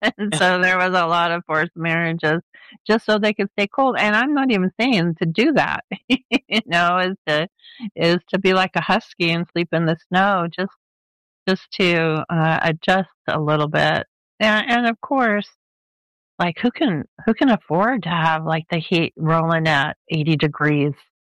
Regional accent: Los Angeles, California, United States; I was born where if it got below 65, we'd put on a jacket. So I grew up in Los Angeles where we didn't really have extremes of temperatures that much.

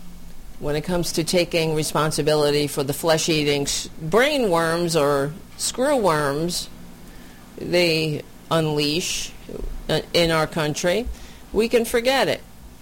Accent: New York, United States; You know, I'm from New York. Everybody hates him.

